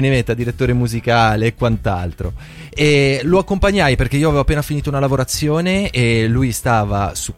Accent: Liguria, Italy; Essendo ligure, sono cresciuto a pane

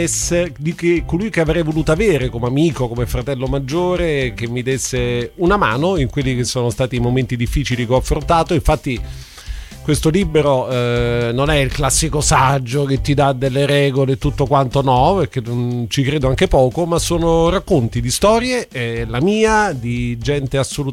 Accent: Germany; Italian is a second language; perché non so scrivere, perché sono tedesco, ho sempre avuto un po' un complesso sulla mia conoscenza dell'italiano.

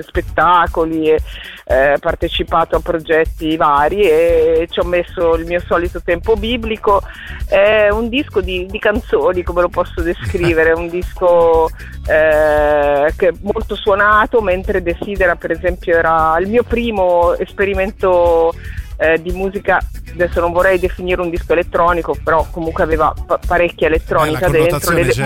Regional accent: Lombardy, Italy; born there; quando mi sono trasferita dalla città dove abitavo e dove sono nata, vicino a Milano, quando mi sono trasferita in montagna, sempre rimanendo in Lombardia, quindi in un luogo molto antropizzato

